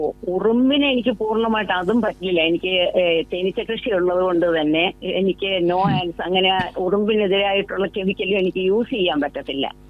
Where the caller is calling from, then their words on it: Ulloor, Kerala, India; ഉള്ളൂരിൽ നിന്നാണ്